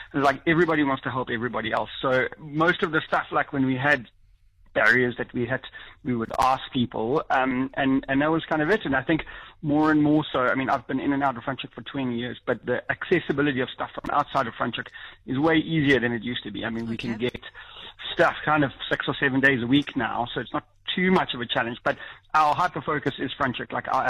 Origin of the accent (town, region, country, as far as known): Johannesburg, Gauteng, South Africa; moved away as an adult; also born or lived in United Kingdom